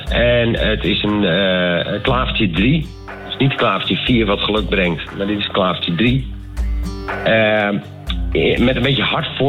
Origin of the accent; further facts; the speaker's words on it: Netherlands; Ja, daar zijn we goed in, hè, als Nederlander.